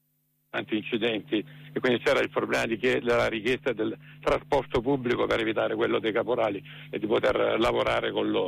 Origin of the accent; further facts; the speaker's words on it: Brindisi, Apulia, Italy; noi che veniamo dalla Puglia, io vengo da Brindisi, da oltre 40 anni che conosciamo il fenomeno del caporalato